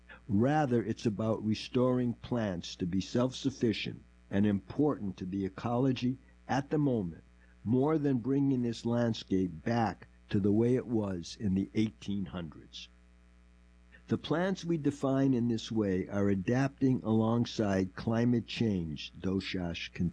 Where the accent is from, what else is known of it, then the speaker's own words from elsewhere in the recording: Hadley, Massachusetts, United States; Growing up in Hadley shaped me in many other meaningful ways as well.